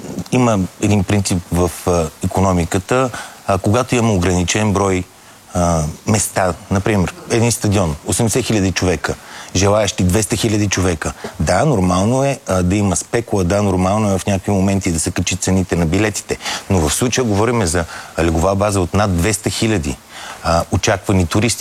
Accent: Sofia, Sofia City, Bulgaria

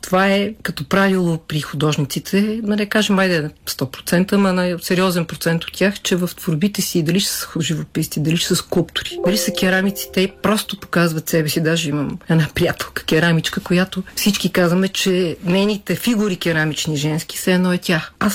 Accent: Sofia, Sofia City, Bulgaria

